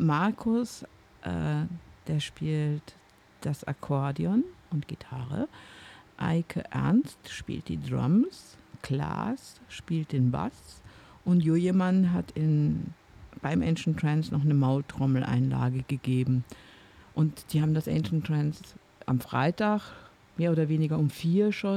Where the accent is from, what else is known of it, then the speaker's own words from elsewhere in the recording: Southern Germany, Germany; moved away; ich komme ja ganz aus dem Süden.